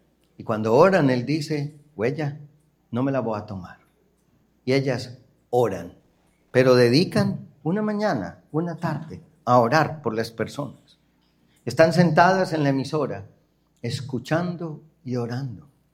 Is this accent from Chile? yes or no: no; Colombia